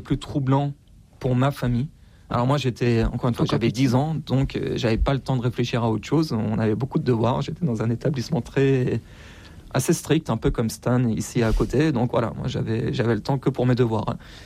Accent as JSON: {"language": "French", "country": "Iran", "tie": "born or raised there", "said": "Moi, j'ai grandi en Iran sous Ahmadinejad, Khatami, Rouhani, donc des présidents conservateurs et réformateurs."}